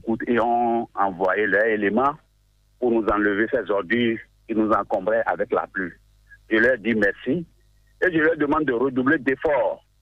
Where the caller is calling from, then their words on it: Benin; Je vous appelle depuis Iranjiro.